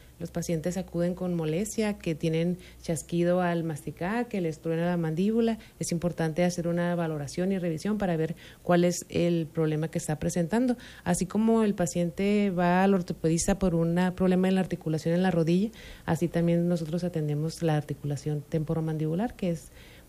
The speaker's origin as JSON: {"language": "Spanish", "town": "Delicias", "region": "Chihuahua", "country": "Mexico", "said": "somos de aquí de Delicia"}